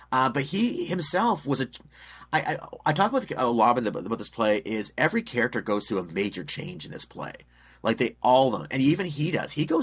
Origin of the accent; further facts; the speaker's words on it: Manitoba, Canada; moved away; I grew up in Manitoba. So I grew up not very far from where she was born and raised.